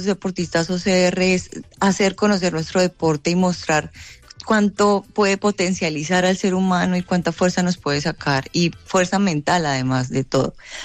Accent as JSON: {"language": "Spanish", "country": "Colombia", "said": "pero feliz porque la experiencia me la dio mi tierra, Colombia."}